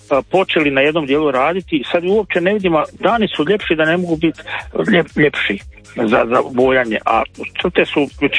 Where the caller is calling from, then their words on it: Slavonski Brod, Brod-Posavina County, Croatia; kod nas u Brodu